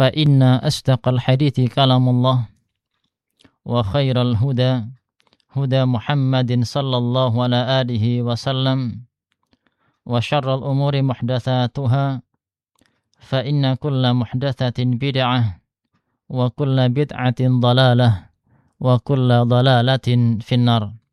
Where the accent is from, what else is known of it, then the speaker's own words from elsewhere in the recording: Sragen, Central Java, Indonesia; also born or lived in Jember; now in Perawang, Indonesia; Kalau ana asalnya dari Sragen.